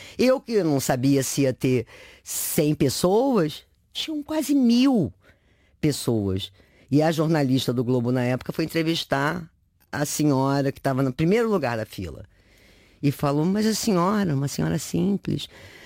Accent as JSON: {"language": "Portuguese", "country": "Brazil", "said": "Desculpa, eu sou brasileira, você não me conhece … eu tenho um projeto para sua cidade, para Olinda."}